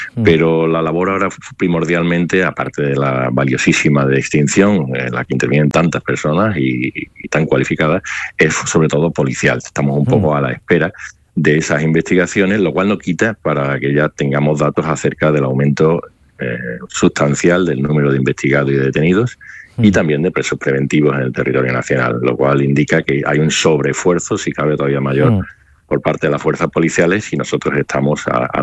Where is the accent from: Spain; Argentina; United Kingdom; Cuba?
Spain; Cazalla de la Sierra, Andalusia; born there; moved away; Sí, soy un sevillano de Cazalla de la Sierra